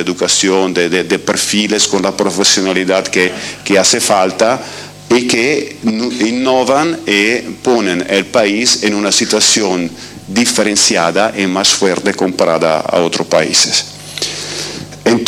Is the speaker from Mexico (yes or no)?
no; Italy; Spanish is a second language; moved away; Yo llego de Italia, soy italiano